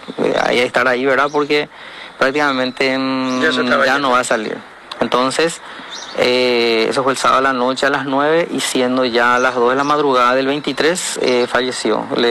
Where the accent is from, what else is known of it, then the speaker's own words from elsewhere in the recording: Yaguarón, Paraguarí, Paraguay; soy de Yaguarón.